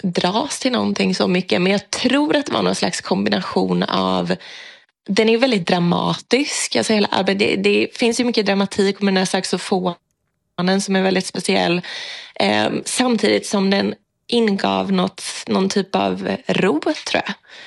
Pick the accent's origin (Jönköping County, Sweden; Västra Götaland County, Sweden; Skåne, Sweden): Jönköping County, Sweden; Jönköping; jag är uppväxt i Jönköping